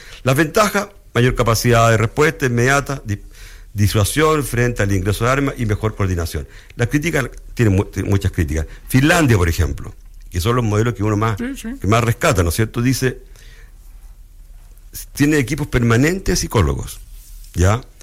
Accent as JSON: {"language": "Spanish", "country": "Chile", "said": "Somos así porque somos chilenos"}